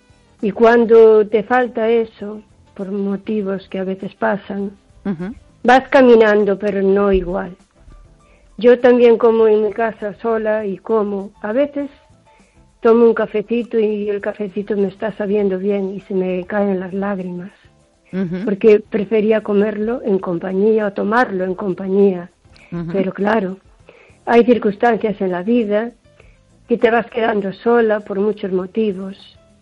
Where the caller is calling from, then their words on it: O Carballiño, Galicia, Spain; Hola, Esther … de Carballiño.